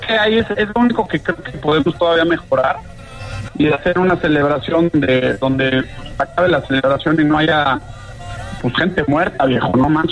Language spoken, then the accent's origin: Spanish; Mexico; ya sabes, como somos los mexicanos, como bien lo dijiste